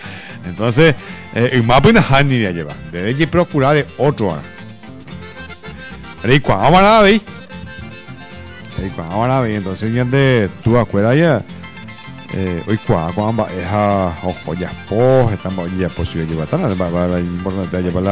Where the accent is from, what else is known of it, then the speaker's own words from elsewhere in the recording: Paraguay; con orgullo que ya soy paraguayo.